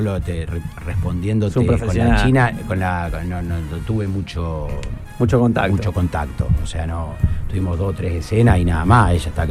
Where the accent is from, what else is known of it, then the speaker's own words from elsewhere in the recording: Rosario, Santa Fe, Argentina; also born or lived in Mexico; now in Buenos Aires, Argentina; Yo me fui de 2004 de Rosario. y me fui directamente a México y después me instalé en 2008 en Buenos Aires.